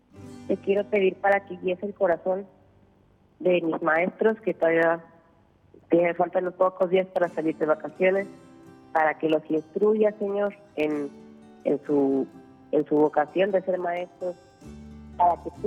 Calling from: Guadalajara, Jalisco, Mexico; desde Guadalajara

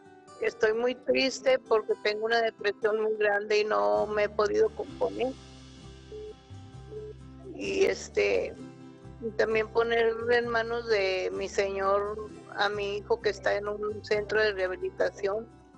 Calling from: Ojinaga, Chihuahua, Mexico; De Ojinaga, Chihuahua.

